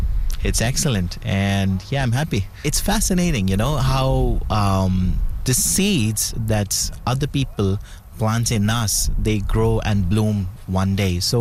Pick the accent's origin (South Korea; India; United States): India; moved away as an adult; now in Saskatoon, Canada; I'm originally from India. I've been here for just over a year. I would say about 14 months